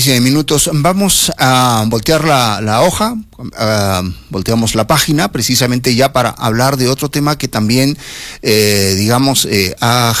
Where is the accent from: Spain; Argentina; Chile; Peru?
Peru; Arequipa; nosotros como arequipeños